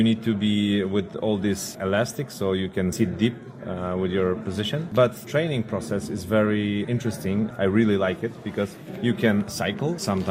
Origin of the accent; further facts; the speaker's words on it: Zakopane, Lesser Poland, Poland; English is a second language; I grew up in Zakopane, so a big winter sport city in Poland